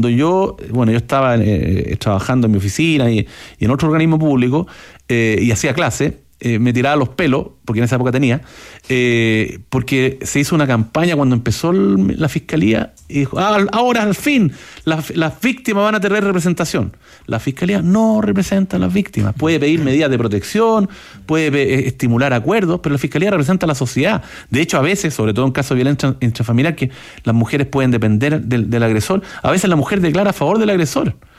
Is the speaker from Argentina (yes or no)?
no; Chile; aquí somos estúpidos los chilenos